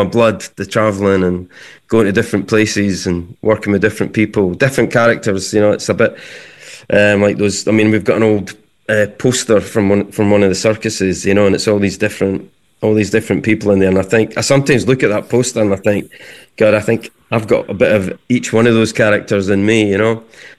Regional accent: Leith, Scotland, United Kingdom; But, I grew up in Leith, and my older brother was one of the sort of first punks in Leith.

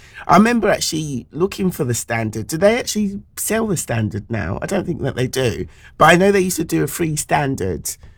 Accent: London, United Kingdom; my hometown in Tooting

